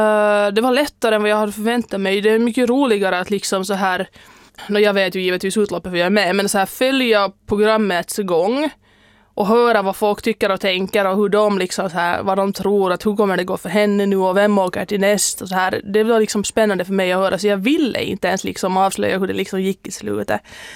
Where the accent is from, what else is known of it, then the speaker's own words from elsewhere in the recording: Tenala, Uusimaa, Finland; moved away as an adult; also born or lived in Ekenäs / Turku; now in Stockholm, Sweden; Jag kommer från Finland från början. Jag är född i Ekenäs och uppvuxen i Tenla i princip hela mitt liv.